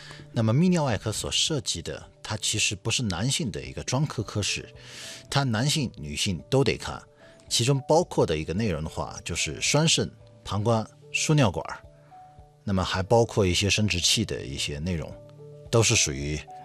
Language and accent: Chinese; Yunnan, China